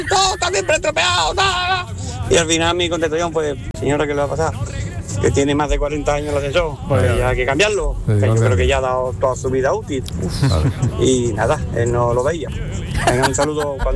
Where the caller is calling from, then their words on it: Seville, Andalusia, Spain; Buenos días … de Sevilla.